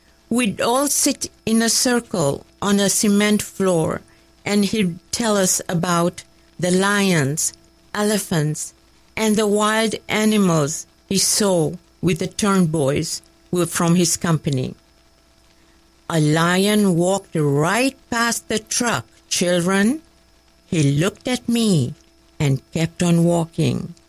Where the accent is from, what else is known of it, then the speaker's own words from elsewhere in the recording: Dar es Salaam, Tanzania; born there; I was born in Dar es Salaam, Tanzania, East Africa